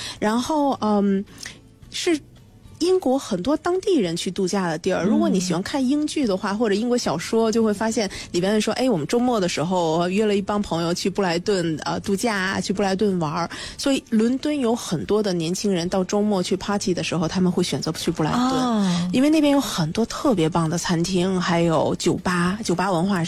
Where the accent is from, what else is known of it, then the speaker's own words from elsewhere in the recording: China; 我们中国人